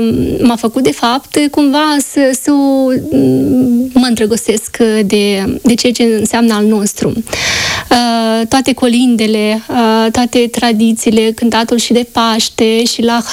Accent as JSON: {"language": "Romanian", "region": "Chișinău", "country": "Moldova", "tie": "born or raised there", "also_born_or_lived": "Peciște, Rezina District", "said": "Ei sunt curădăcinile din satul Peciște, raionul Rezina. Eu m-am născut în Chișinău. Aici mi-am petrecut și copilăria, și studiile, dar, desigur, copilăria mea nu a fost lipsită de viața de la țară."}